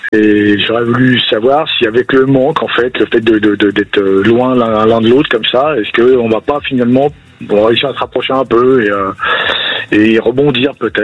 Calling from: Nouvelle-Aquitaine, France; Près de Bordeaux, en Gironde

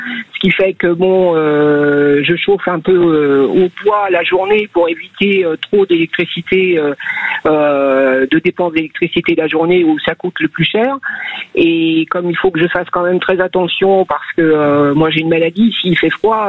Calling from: Niort, Nouvelle-Aquitaine, France; de Niort, dans les Deux-Sèvres.

